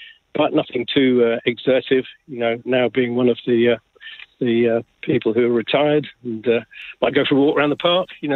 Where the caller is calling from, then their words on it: London, United Kingdom; from Hackney here.